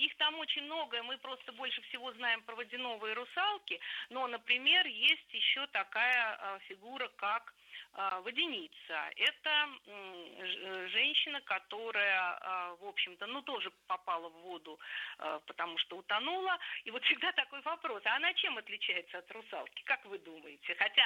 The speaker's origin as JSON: {"language": "Russian", "region": "Moscow", "country": "Russia", "said": "я москвичка"}